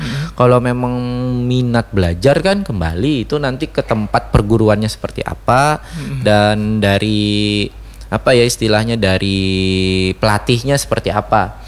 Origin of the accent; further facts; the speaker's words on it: Banjarmasin, South Kalimantan, Indonesia; kita orang Banjarmasin, kita orang Banjar